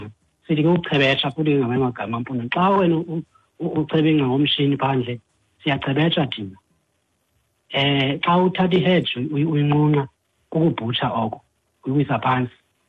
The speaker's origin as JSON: {"language": "English", "town": "Port St. Johns", "region": "Eastern Cape", "country": "South Africa", "said": "I'm from Port St. John's."}